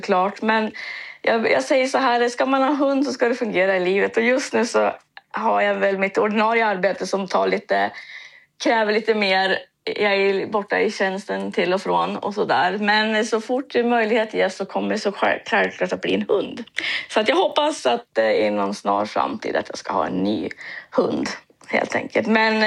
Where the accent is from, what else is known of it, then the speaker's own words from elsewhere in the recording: Svenstavik, Jämtland County, Sweden; Jag är själv uppvuxen i Bergs kommun och gått i skola där i Svenstavik.